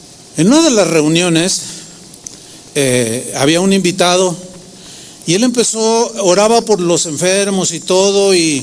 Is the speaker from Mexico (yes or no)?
yes; San Luis Potosí, Mexico; born there; moved away; fui a San Luis Potosí, donde yo nací